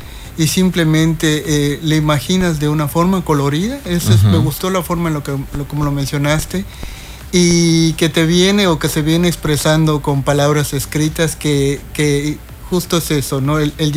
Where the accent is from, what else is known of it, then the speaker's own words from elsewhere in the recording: Cancún, Quintana Roo, Mexico; born there; Pues tengo el orgullo de decir que soy cancunense. Ajá. Tengo 43 años, me podría considerar fundador de Cancún